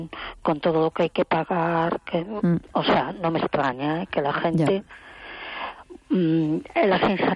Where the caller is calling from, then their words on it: A Coruña, Galicia, Spain; Hola, soy … de Coruña.